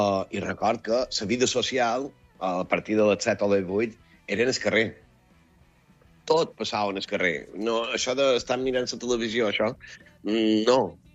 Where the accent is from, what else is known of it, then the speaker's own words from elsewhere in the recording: Balearic Islands, Spain; era tan guapo, era tan viu, tan autèntic com a mallorquins